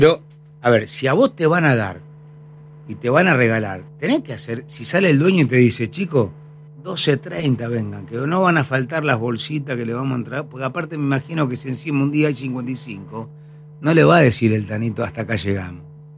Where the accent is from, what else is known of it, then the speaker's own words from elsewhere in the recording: Argentina; sino que somos los argentinos, que una cosa hermosa la terminás ahí.